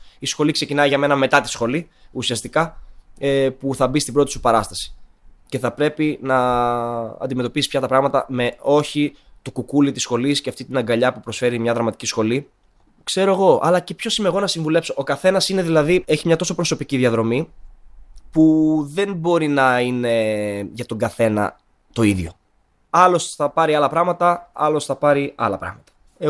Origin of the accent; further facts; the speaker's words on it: Thessaloniki, Central Macedonia, Greece; moved away; πηγαίνω στα μέρη που μεγάλωσα και που πήγα σχολείο, ξέρω εγώ, στην Πηλαία.